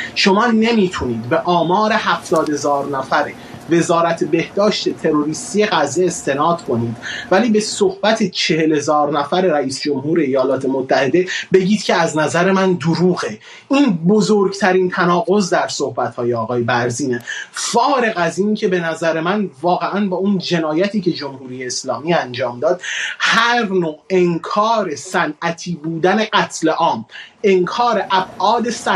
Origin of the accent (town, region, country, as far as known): Iran